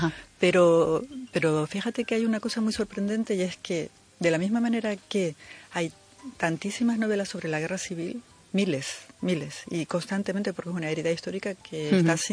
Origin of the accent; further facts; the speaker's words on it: Spain; Yo desde luego como española me siento muy, muy orgullosa de que en mi país haya gente así en la historia, ¿no?